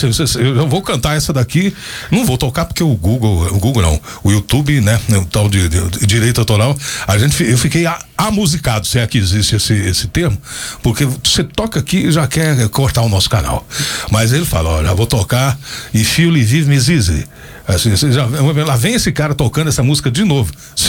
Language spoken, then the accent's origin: Portuguese; Ceará, Brazil; born there; now in Anápolis, Brazil; Eu, por exemplo, nasci em Séries.